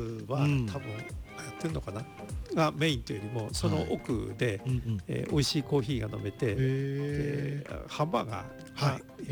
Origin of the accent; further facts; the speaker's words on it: Mito, Ibaraki, Japan; 私あのもともと水戸で生まれ水戸で育ってるんですが、はい、日立太田市の里見地区に約10年ちょっとぐらい前から、はい、よく行くようになってまして